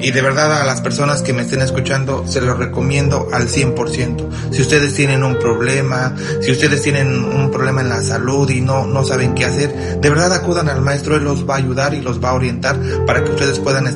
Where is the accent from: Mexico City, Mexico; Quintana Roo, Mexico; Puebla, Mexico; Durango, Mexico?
Durango, Mexico; now in Arlington, United States; Yo soy de Durango, pero vivo aquí en Arlington.